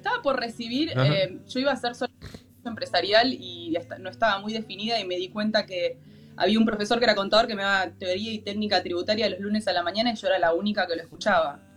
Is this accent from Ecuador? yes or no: no; Carlos Tejedor, Buenos Aires Province, Argentina; moved away as an adult; also born or lived in Niagara, Canada; now in Toronto, Canada; Soy nacida y criada en Carlos Tejedor, provincia de Buenos Aires. Sí, sí. Pueblo de 6.000 habitantes. Y bueno, me fui a estudiar a los 16.